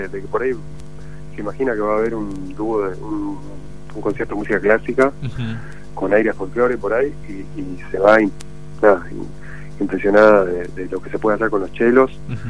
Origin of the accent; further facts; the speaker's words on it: Buenos Aires, Argentina; born there; now in Córdoba, Argentina; Porque yo soy de Buenos Aires, nacido, ahora vivo en Córdoba, pero escuchaba folclore como se escucha folclore en Buenos Aires